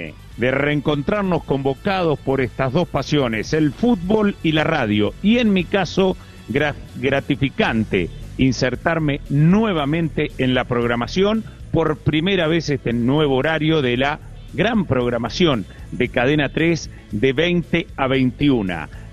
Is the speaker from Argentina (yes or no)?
yes; Argentina; siempre estamos como los argentinos echándole la culpa a los gobernantes